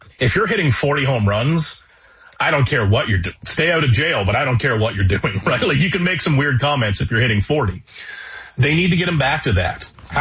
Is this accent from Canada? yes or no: yes; Atlantic Canada, Canada; moved away; I grew up on the East Coast